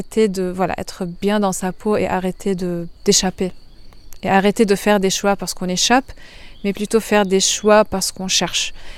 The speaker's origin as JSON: {"language": "French", "country": "Lebanon", "moved": "yes", "lives_now": "France", "said": "que en tant que Libanais, j'ai pas."}